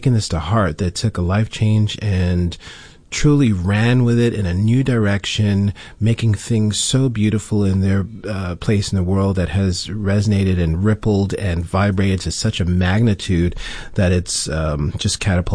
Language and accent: English; New York City, New York, United States; now in Florida, United States; So, and I'm from Queens